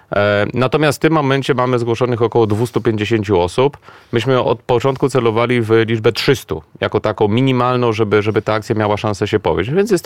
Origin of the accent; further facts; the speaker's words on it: Warsaw, Masovian Voivodeship, Poland; also born or lived in Canada; z Warszawy jestem, w Warszawie się urodziłem, mieszkałem poza tym 3-letnim okresem spędzonym w Kanadzie.